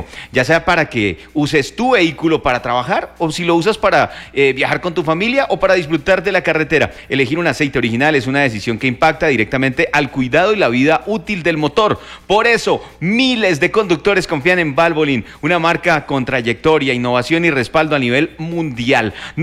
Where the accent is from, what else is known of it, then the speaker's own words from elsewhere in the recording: Colombia; porque somos colombianos